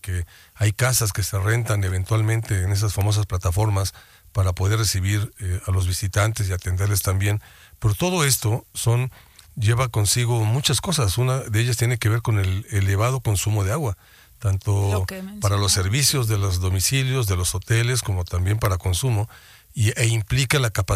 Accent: Mexico; como mexicanas y mexicanos que somos

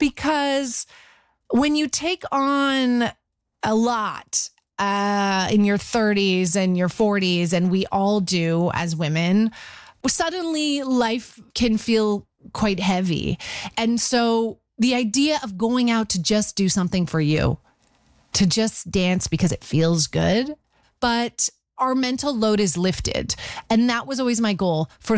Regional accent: Canada; we're all Canadian women who kind of grew up in the same era

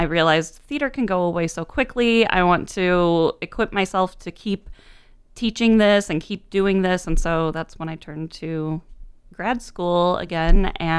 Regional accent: Sterling, Illinois, United States; moved away as an adult; also born or lived in Peoria, Illinois / Champaign, Illinois / Chicago, Illinois / Iowa; now in Bloomington-Normal, United States; I grew up in Sterling, Illinois. I was born in Peoria, but that was it. Then I back to Sterling.

